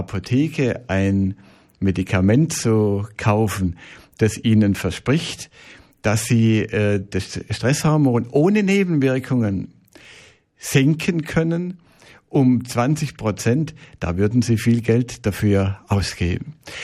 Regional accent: Swabia, Germany; Ich bin ja Schwabe

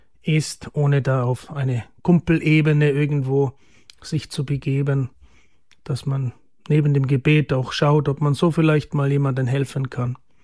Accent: Germany; moved away; Das ist in Deutschland, wo ich herkomme, oder in den anderen deutschsprachigen Ländern, denke ich, besonders schwierig, dass man da teilweise wirklich den Priester böse anschaut.

